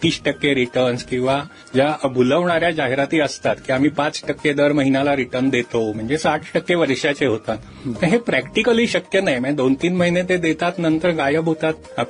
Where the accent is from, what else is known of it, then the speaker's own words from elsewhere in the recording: Maharashtra, India; Basically मी मराठी आहे, मराठी माणसंही पैसेवाली व्हावी हा त्याच्यामागे एक सुप्त हेतू आहे.